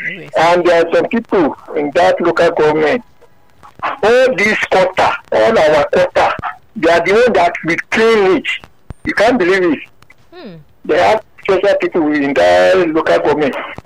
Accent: Lagos, Nigeria; I grew up in Lagos Island.

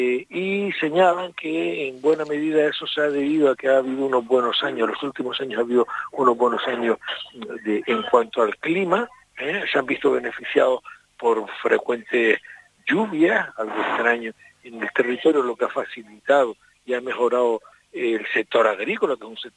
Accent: Canary Islands, Spain; nuestra tierra canaria

